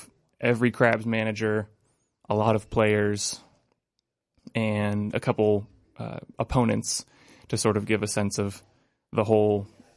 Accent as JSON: {"language": "English", "town": "Redding", "region": "California", "country": "United States", "tie": "born or raised there", "also_born_or_lived": "Arcata, California", "said": "I was raised in Reading, moved to Reading when I was four, but always came back every summer"}